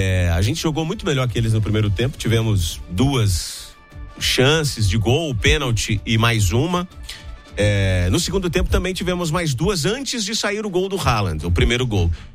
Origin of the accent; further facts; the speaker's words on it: Brazil; a gente é brasileiro